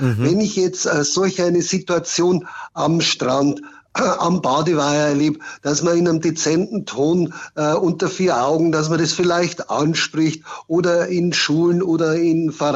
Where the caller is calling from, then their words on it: Regensburg, Bavaria, Germany; Ich bin ja aus Regensburg